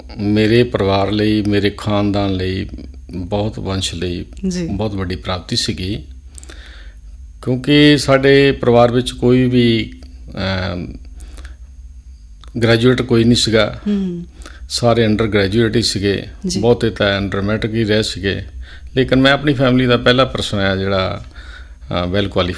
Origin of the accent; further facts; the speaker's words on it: Dhani Pind, Punjab, India; ਮੇਰਾ ਪਿੰਡ ਧਨੀ ਪਿੰਡ ਹੈ, ਜੰਡਿਆਲਾ ਤੋਂ ਨਕੋਦਰ ਰੋਡ ਦੇ ਉੱਤੇ, ਫਗਵਾੜਾ ਤੋਂ 13 ਕਿਲੋਮੀਟਰ 'ਤੇ ਸਥਿਤ ਹੈ